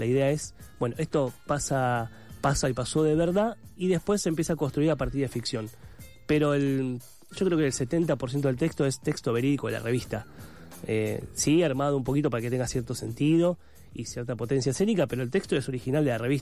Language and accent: Spanish; Avellaneda, Buenos Aires Province, Argentina; Nosotros somos de Avellaneda, la obra se va a dar allá en Avellaneda.